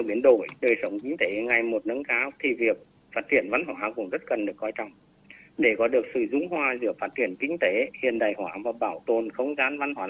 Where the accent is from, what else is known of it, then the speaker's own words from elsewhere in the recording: Hà Tĩnh, Vietnam; Ở xã quê tôi, một xã nông thôn mới của tỉnh Hà Tĩnh, đình làng vẫn được tồn tại là nơi sinh hoạt văn hóa tâm linh, thờ tự của dân làng.